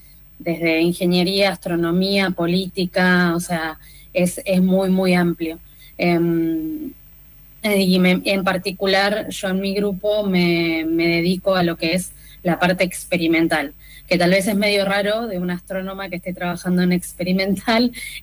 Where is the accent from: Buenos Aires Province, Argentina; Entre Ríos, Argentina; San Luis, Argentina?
Buenos Aires Province, Argentina; Bahía Blanca; Yo soy de Bahía Blanca